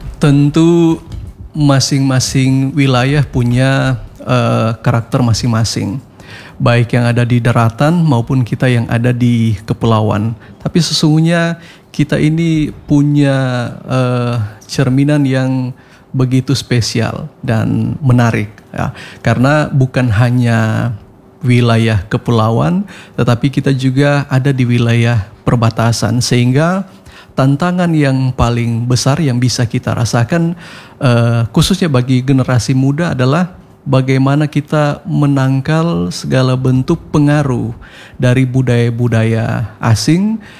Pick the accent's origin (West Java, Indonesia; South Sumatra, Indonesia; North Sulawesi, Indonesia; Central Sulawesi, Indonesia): North Sulawesi, Indonesia; Sangihe; identitas kita selaku orang Sangiha